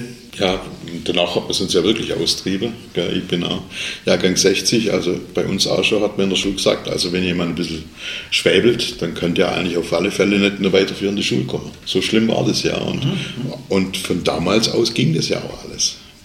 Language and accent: German; Albstadt, Baden-Württemberg, Germany; Aber ist schon klar, Mensch, allein, wo ich herkomme, Albstadt Ebinger